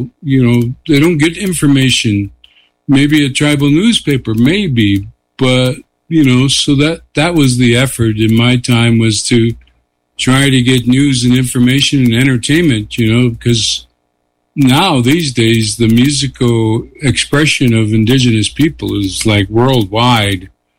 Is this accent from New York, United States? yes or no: yes; Niagara Falls, New York, United States; moved away as an adult; also born or lived in Buffalo; I grew up in Niagara Falls and Buffalo, New York. You know, I moved to Toronto after my third year of university